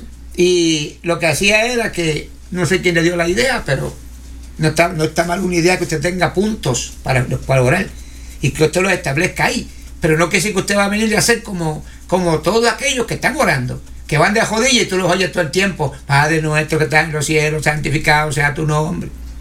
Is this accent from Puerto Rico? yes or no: yes; Puerto Rico; now in Pennsylvania, United States; no solamente en mi patria, en mi país Puerto Rico, sino en otros lugares del mundo. Y ahora estamos establecidos aquí en Pensilvania, en los Estados Unidos